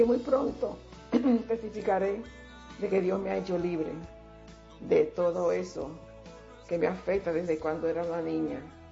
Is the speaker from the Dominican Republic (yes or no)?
yes; Dominican Republic